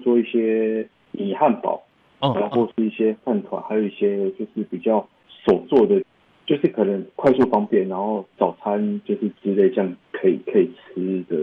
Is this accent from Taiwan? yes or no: yes; Taiwan; 让他们去体会一下我们就是台湾这边的一些风味跟口味啊，包括连我们的客家美食、客家蔬食。